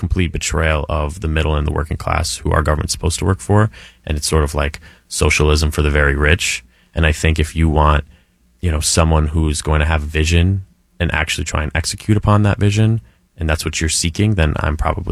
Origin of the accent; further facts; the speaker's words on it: East Northport, New York, United States; where I grew up in East Northport